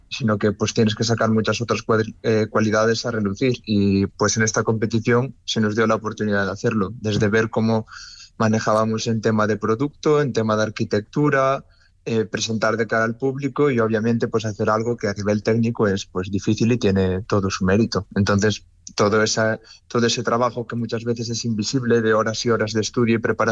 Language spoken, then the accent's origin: Spanish; Galicia, Spain; nosotros que somos de Galicia, por ejemplo, de noche no tienes acceso al servicio de emergencias de la aldea en la que vives